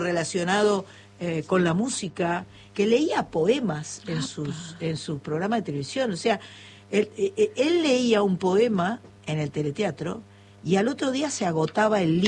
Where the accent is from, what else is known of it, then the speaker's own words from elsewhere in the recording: Buenos Aires, Argentina; Yo soy porteño, Cosa Jugada y La Nena, pero no del teleteatro.